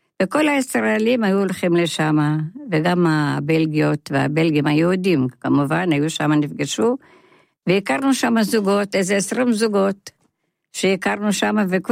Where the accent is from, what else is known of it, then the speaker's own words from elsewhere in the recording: Rishon LeZion, Central District, Israel; born there; also born or lived in Gesher HaZiv; אני נולדתי בארץ בראשון, גרתי אצל סבא וסבתא